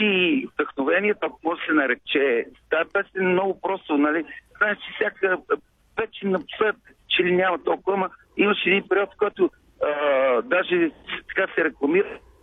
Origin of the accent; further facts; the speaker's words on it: Bozhurishte, Sofia Province, Bulgaria; съм от Божурище, такова селско момче